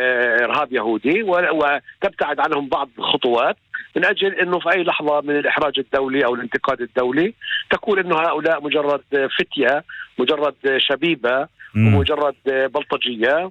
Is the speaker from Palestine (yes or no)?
yes; Palestine; ما نراه كفلسطينيين